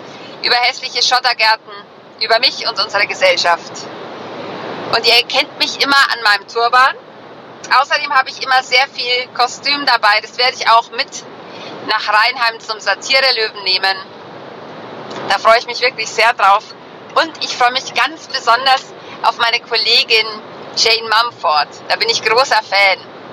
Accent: Regensburg, Bavaria, Germany; Normalerweise komme ich aus Regensburg

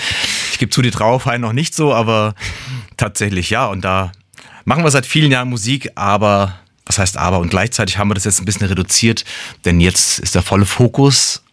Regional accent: Frankfurt, Hesse, Germany; now in Mainz, Germany; Ich bin ein Frankfurter Bub im Herzen, bin dort geboren, lange Zeit in dem Bereich aufgewachsen

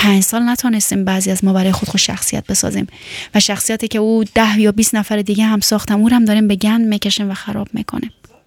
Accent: Afghanistan; گاهن که میخوام میپرسن از من از کجا هستی، میگم از افغانستان

